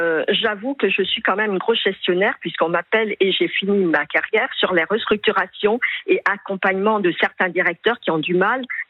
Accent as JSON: {"language": "French", "region": "Île-de-France", "country": "France", "said": "j'ai fait la province comme Paris, comme l'Île-de-France, puisque je suis des Hauts-de-Seine."}